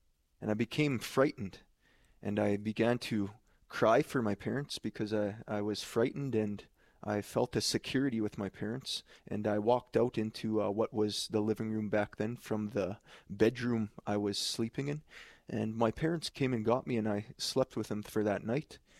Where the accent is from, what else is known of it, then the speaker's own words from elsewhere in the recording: Kikino, Alberta, Canada; I'm from Kikinaw, Alberta. It's a Métis settlement about 40 kilometers south of Lac La Biche.